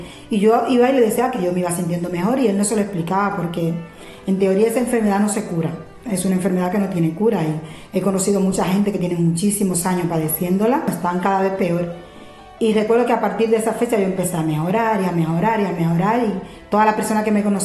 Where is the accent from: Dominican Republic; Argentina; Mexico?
Dominican Republic; moved away as an adult; now in Castellón, Spain; Soy de República Dominicana y ahora estoy aquí como miembro de la Iglesia de Castellón. Hace mucho tiempo que estoy aquí en España, desde el 2006.